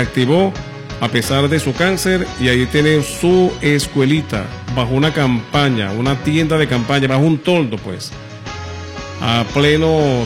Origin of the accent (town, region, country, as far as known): Venezuela